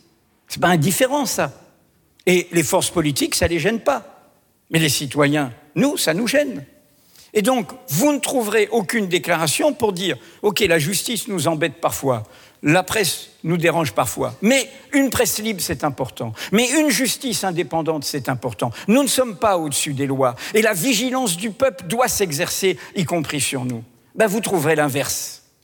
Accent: Martinique, France; also born or lived in Brittany; je suis un breton d'outre-mer, la Martinique

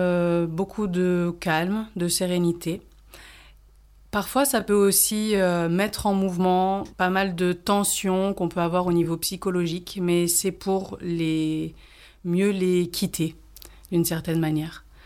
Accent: Grenoble, Auvergne-Rhône-Alpes, France; moved away as an adult; now in Ardèche, France; je suis originaire de Grenoble en Isère. Et ça fait à peu près une dizaine d'années à peu près que je suis en Ardèche.

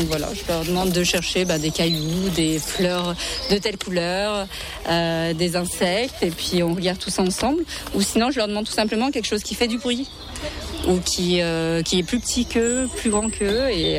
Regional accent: Condrieu, Auvergne-Rhône-Alpes, France; je suis de Condrieu. Donc je suis originaire de Condrieu, donc je viens régulièrement.

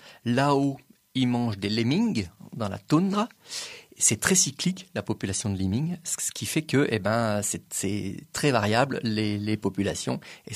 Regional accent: France; Mais chez nous, en France

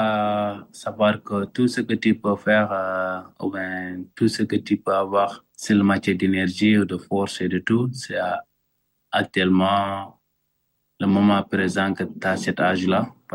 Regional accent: Senegal; mes cousins chez moi, au Sénégal, mes cousins, ils sont des couturiers.

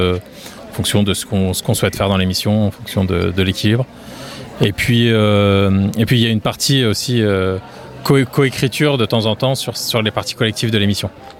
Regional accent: Lyon, Auvergne-Rhône-Alpes, France; Je viens de Lyon.

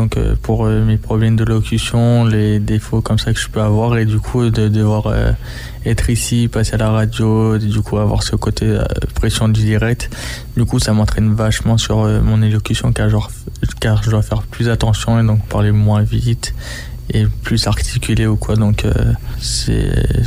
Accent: Grenoble, Auvergne-Rhône-Alpes, France; j'ai 25 ans et je viens de Grenoble.

